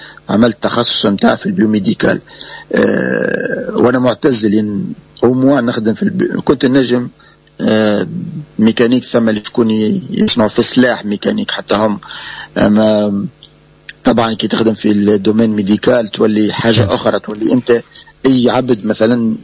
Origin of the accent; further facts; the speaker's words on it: Tunisia; moved away; أنا الوحيد تونسي